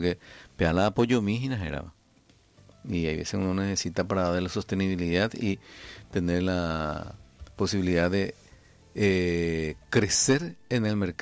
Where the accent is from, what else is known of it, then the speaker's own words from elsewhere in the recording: Paraguay; Porque así somos los paraguayos